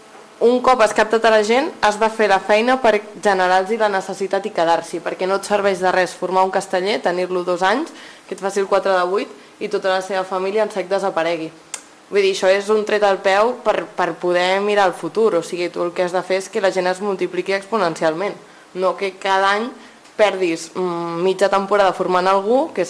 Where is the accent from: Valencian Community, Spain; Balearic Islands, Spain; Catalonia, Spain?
Catalonia, Spain; Vila-seca; Jo en aquest cas soc de Vilaseca, un municipi molt turístic també